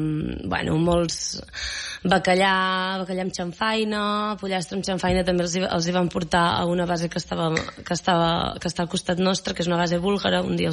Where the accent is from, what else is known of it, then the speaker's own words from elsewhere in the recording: Catalonia, Spain; I clar, jo soc catalana, llavors... El meu tarannà de cuinar sempre és de cuina catalana, no?